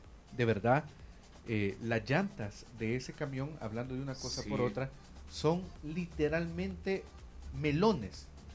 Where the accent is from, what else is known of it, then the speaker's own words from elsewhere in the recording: El Salvador; Pero sí podemos entender que todos somos salvadoreños y nadie queremos fregar a otro salvadoreño.